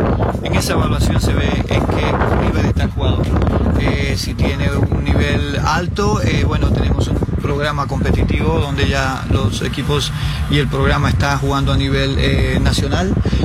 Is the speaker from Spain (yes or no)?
no; Santa Cruz de la Sierra, Santa Cruz, Bolivia; moved away; Yo soy de Santa Cruz, Bolivia.